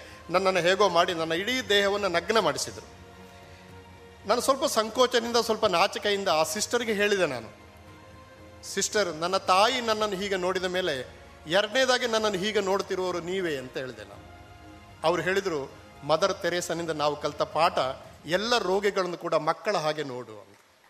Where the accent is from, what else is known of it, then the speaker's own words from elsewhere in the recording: Dakshina Kannada district, Karnataka, India; moved away as an adult; now in Delhi, India; ನನ್ನ ಜಿಲ್ಲೆಗೆ ನಾನು ಕೊಡಬಹುದಾದಂಥ ಬಹಳ ದೊಡ್ಡ ಕೊಡುಗೆ ಇದೆ, ಇಷ್ಟಾದರೂ ನಾನು ಕೊಡಬೇಕಲ್ಲ ಅಂತ ಅಂದುಕೊಂಡು ನಾನು ಡೆಲ್ಲಿಯಿಂದ ಬಂದಿದ್ದೇನೆ.